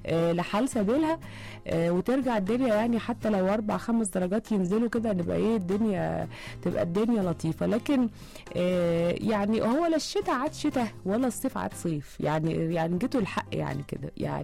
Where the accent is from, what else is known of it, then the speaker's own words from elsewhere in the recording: Egypt; كلنا كمصريين